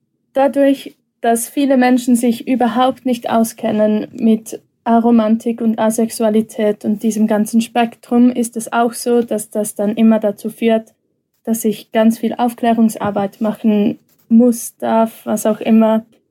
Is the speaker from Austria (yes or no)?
no; Switzerland; accent: Swiss; Ich komme aus der Schweiz, was ihr vielleicht an meinem Akzent hören könnt. Und ich bin als Pastorenkind in einer Krishona, respektive heute Viva-Kirche, aufgewachsen.